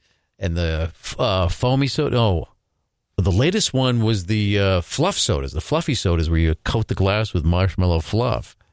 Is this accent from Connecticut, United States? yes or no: yes; Connecticut, United States; I remember liking A&W because we had them growing up in Connecticut.